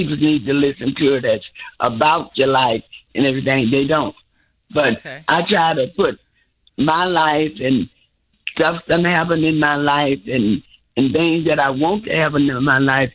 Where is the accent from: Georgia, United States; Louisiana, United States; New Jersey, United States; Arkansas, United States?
Arkansas, United States; I'm from Arkansas